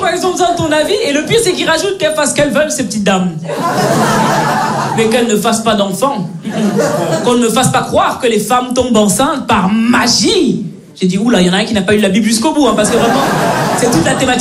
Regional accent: Belgium; born or raised there

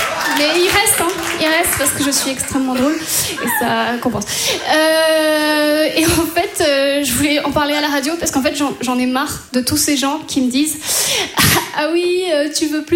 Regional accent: Brittany, France; moved away

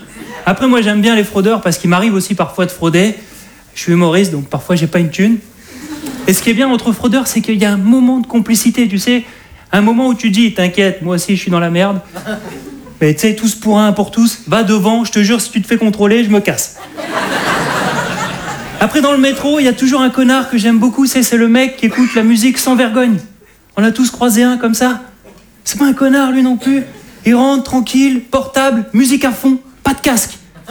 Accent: Hauts-de-France, France; je suis un ch'ti.

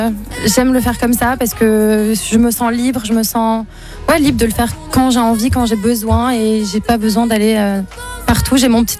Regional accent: Nice, Provence-Alpes-Côte d'Azur, France; moi en même temps, je suis niçoise et quand j'ai chanté à Nice

